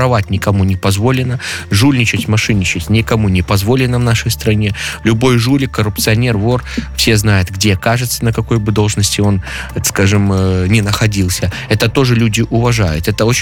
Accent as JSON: {"language": "Russian", "country": "Belarus"}